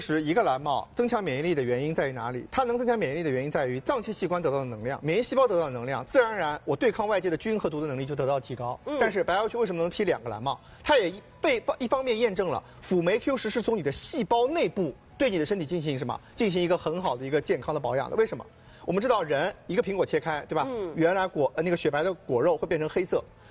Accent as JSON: {"language": "Chinese", "region": "Shanghai", "country": "China", "said": "这个我形容我们上海人特别喜欢吃的菜肉馄饨馅。"}